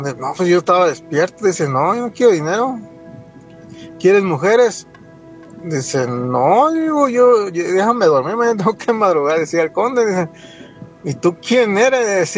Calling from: Las Vegas, Nevada, United States; de Las Vegas.

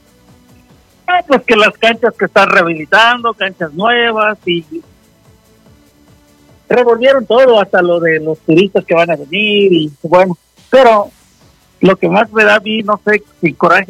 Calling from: Mexico; vergüenza a mí me da como mexicano

